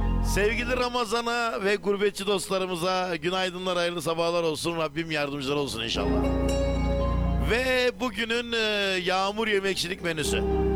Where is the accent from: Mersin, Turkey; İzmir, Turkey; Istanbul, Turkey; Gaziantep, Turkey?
Mersin, Turkey; now in Ankara, Turkey; Şimdi Gülnarlılar biz Gülnarlıyız dediği için biz Mersinliler de o boşluğu doldurmak anlamında işte ben Ankara'da, sen Hollanda'da.